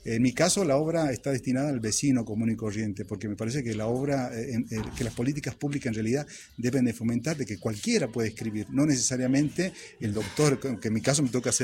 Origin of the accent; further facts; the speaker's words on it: Seville, Andalusia, Spain; conocer aspectos que forman parte de nuestra propia identidad como sevillanos, ¿no?